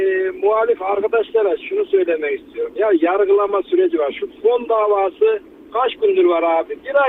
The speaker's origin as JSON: {"language": "Turkish", "region": "Aksaray Province", "country": "Turkey", "tie": "born or raised there", "moved": "yes", "lives_now": "Ankara, Turkey", "said": "Şimdi memleketim Aksaray ama Ankara'da olduğum için Ankara'dan diyorum yani şey olarak."}